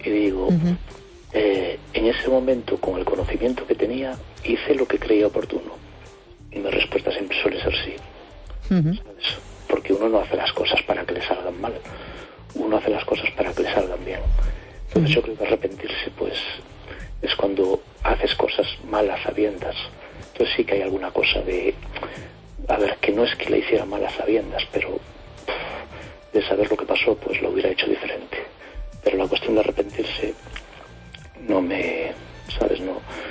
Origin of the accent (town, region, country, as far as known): A Coruña, Galicia, Spain